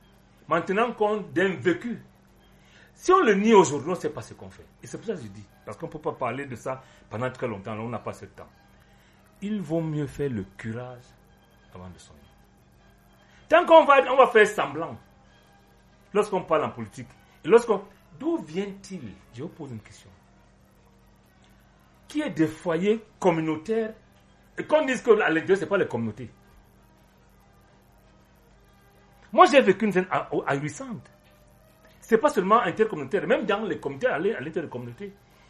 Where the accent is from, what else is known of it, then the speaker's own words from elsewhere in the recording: Makak, Centre, Cameroon; now in Yaoundé, Cameroon; Moi, je suis de Macaque.